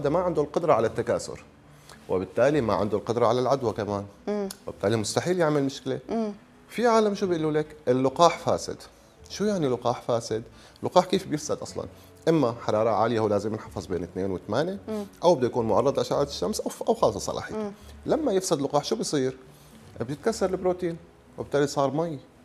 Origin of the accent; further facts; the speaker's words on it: Syria; نحن بسوريا